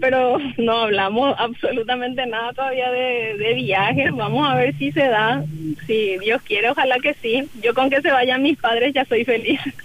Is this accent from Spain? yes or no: no; Tobatí, Cordillera, Paraguay; Sí, somos de Tomatí, toda nuestra vida vivimos ahí